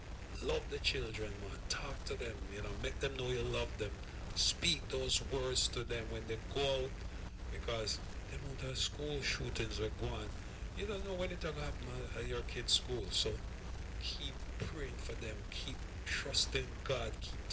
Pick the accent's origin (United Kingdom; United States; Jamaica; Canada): Jamaica; we are from Jamaica